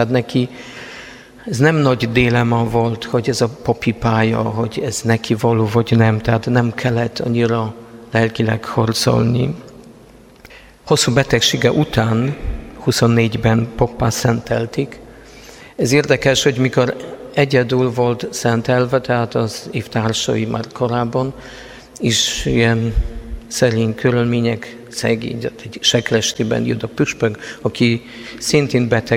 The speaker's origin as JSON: {"language": "Hungarian", "country": "Poland", "second_language": "Hungarian", "lives_now": "Hungary", "said": "A lengyel történészek, én lengyel vagyok, bevallom, vagy már most félig magyar"}